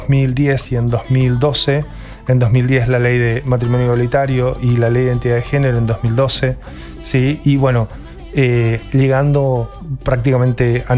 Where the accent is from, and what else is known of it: Argentina